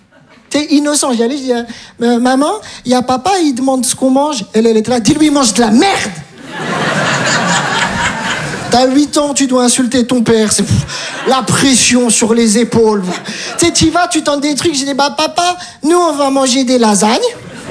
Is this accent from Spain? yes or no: no; Metz, Grand Est, France; Je viens de Metz, j'ai tout abandonné.